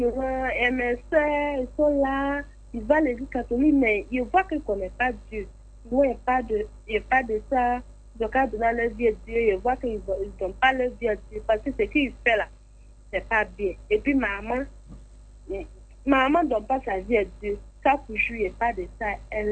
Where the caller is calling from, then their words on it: Côte d’Ivoire; Je suis à Faya.